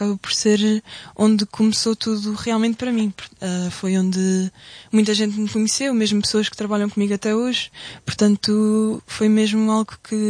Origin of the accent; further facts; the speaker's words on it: Gouveia, Centro, Portugal; em Ceia, que é ao pé da minha terra.